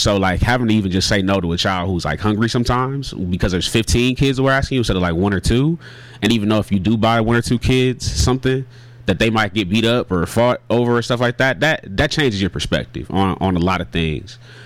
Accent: United States; And me being Black American as well as Ghanaian, I grew up here. I grew up in America. I grew up a black man, like, and I claim that proudly.

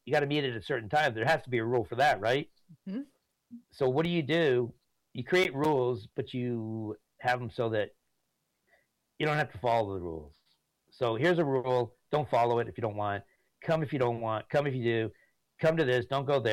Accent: California, United States; I'm from California.

